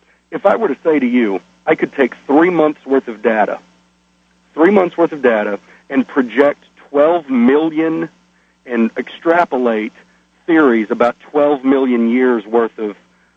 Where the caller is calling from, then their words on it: Arkansas, United States; in Arkansas.